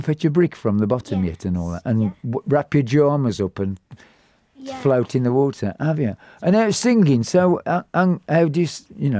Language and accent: English; Oldbury, West Midlands, United Kingdom; Because I come from Albury and Langley's a long way from me.